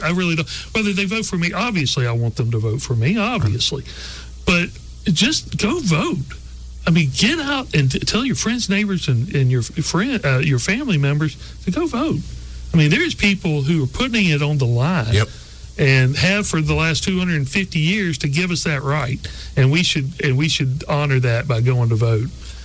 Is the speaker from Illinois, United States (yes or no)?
no; Alabama, United States; I grew up in Baldwin County, lived in the Wiregrass.